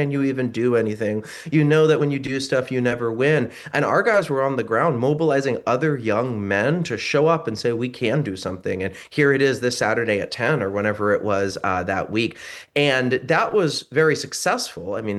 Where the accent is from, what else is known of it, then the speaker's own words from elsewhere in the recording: Miami, Florida, United States; I'm from Miami.